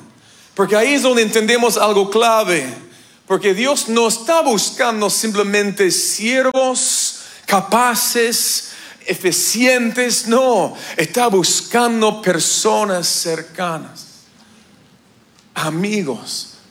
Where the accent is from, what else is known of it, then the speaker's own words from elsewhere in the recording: Canada; Spanish is a second language; moved away; como ese gringo de Canadá que habla como sea en español